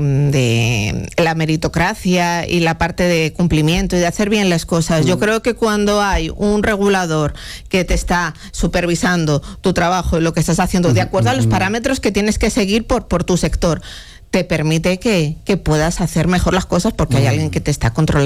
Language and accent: Spanish; Madrid, Community of Madrid, Spain; moved away as an adult; now in Dominican Republic; España, yo soy de Madrid.